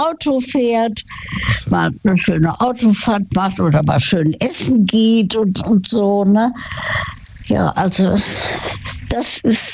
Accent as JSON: {"language": "German", "region": "Saarland", "country": "Germany", "said": "Ich komme aus dem Saarland."}